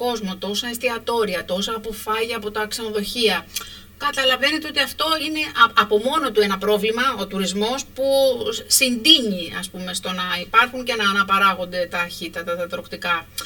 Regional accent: Zakynthos, Ionian Islands, Greece; πρέπει να το δούμε σαν Ζακυνθινή

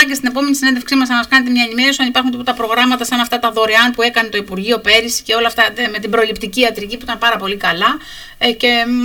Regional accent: Ionian Islands, Greece; πρέπει να τα δούμε, πιστεύω, και συνολικά και συλλογικά ως Ζακυνθινοί.

